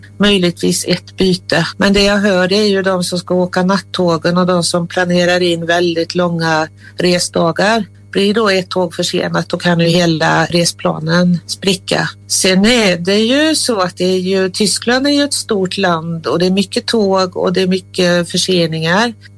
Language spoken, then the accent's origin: Swedish; Karlstad, Värmland, Sweden; Jag är uppvuxen i Karlstad och Värmland ligger ju väldigt nära Norge, så vi åkte mycket i Norge när jag var liten.